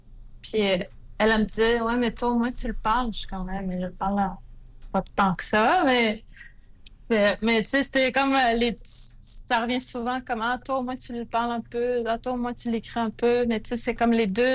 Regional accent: Pessamit, Quebec, Canada; now in Colombia; Je viens de la communauté de Pessamit.

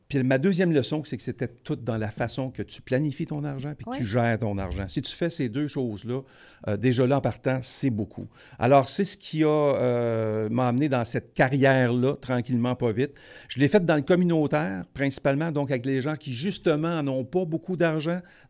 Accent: Quebec, Canada; il faut que je m'en retourne chez nous, au Québec.

